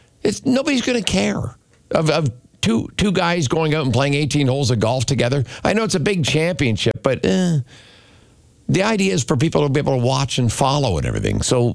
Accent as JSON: {"language": "English", "town": "Toronto", "region": "Ontario", "country": "Canada", "tie": "born or raised there", "moved": "as an adult", "lives_now": "Durham Region, Canada", "said": "I grew up in Scarborough"}